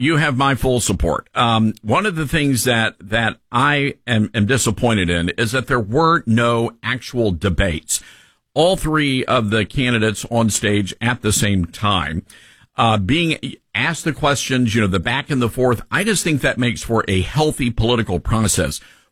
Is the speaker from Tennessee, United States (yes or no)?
yes; Tennessee, United States; I want to turn our attention right away to the state of Tennessee, my home state.